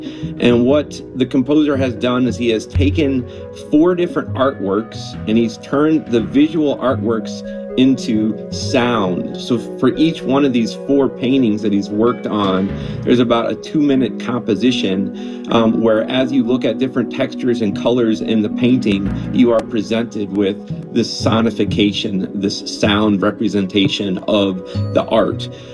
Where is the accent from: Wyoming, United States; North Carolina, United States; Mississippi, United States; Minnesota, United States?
Minnesota, United States; Rochester; I'm from Rochester, Minnesota, and I'm a trombonist who's interested in jazz music.